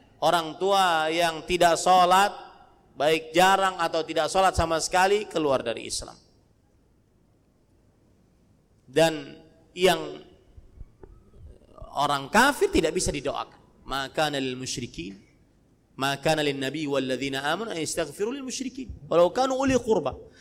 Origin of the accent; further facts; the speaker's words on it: Banjarmasin, South Kalimantan, Indonesia; saya pulang dari dakwah di bandara di kota saya di Banjarmasin Kalimantan Selatan